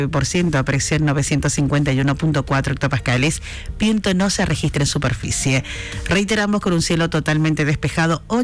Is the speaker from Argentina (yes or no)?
yes; Argentina; somos argentinos